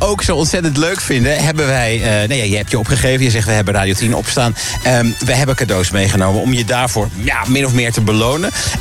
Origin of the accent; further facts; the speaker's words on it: Emmeloord, Flevoland, Netherlands; born there; in mijn geboorteplaats Emmeloord